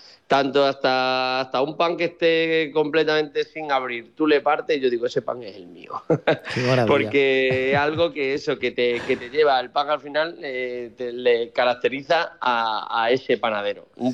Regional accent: Almadén, Castilla-La Mancha, Spain; yo como ya te he dicho, soy joven, vengo de la tercera generación, pero yo siempre estoy por quedarme en mi pueblo

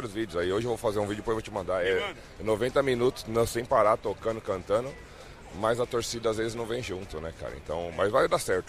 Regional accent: Cotia, São Paulo, Brazil; Eu sou de São Paulo.

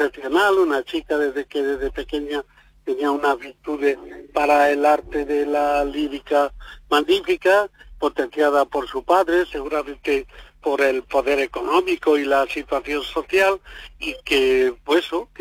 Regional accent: Begíjar, Andalusia, Spain; yo soy de Vejija, que está al lado de Lupión

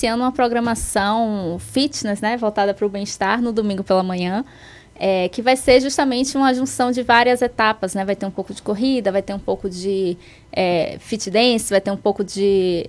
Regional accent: Itabuna, Bahia, Brazil; eu sou do sul da Bahia também, né? Eu sou lá de Itabuna

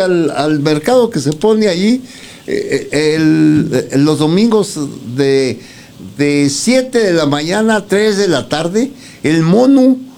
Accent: Ciudad Juárez, Chihuahua, Mexico

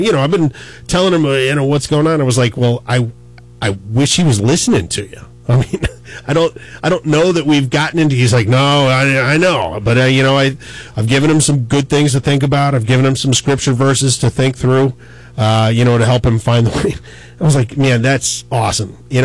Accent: New Orleans, Louisiana, United States; I'm from New Orleans originally. You may have picked up a carpetbagger with my accent

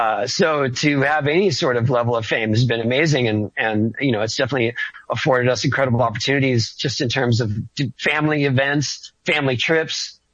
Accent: San Diego, California, United States; And I grew up in San Diego, so I spent a lot of time in Anaheim going to theme parks, going to skate parks.

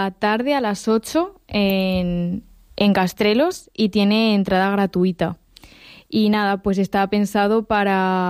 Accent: Manzanares, Castilla-La Mancha, Spain; now in Vigo, Spain; Pues yo vengo de Ciudad Real

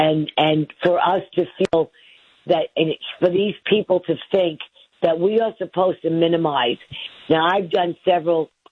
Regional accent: Queens, New York, United States; I am from Queens. I am from the president's borough of Queens. He and I grew up not too far.

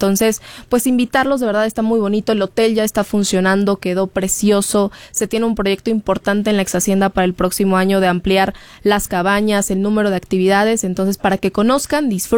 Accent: Mexico; esta celebración que es tan importante para nosotros como mexicanos y que considero es la más importante de nosotros como mexicanos ante el mundo.

